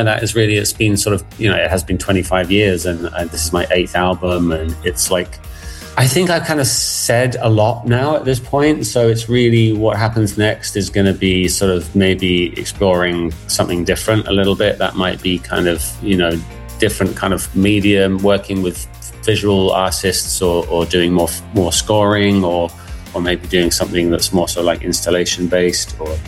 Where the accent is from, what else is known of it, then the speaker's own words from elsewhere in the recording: England, United Kingdom; Yeah, I think as an Englishman, I'm supposed to say tea